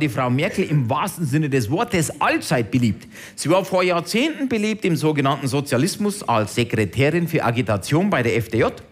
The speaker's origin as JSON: {"language": "German", "town": "Deggendorf", "region": "Bavaria", "country": "Germany", "tie": "born or raised there", "said": "Bin am Vortag im Landratsamt Deckendorf in meinem Heimatlandkreis eingebürgert worden."}